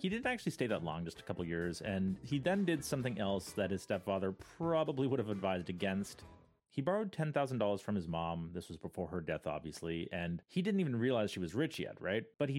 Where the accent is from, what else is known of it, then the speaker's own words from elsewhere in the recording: Montreal, Quebec, Canada; I'm from Montreal.